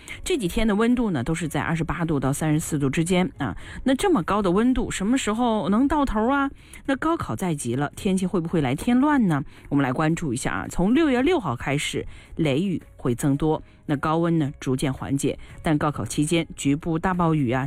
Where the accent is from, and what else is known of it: China